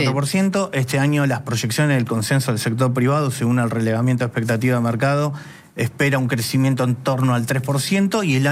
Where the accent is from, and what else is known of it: Argentina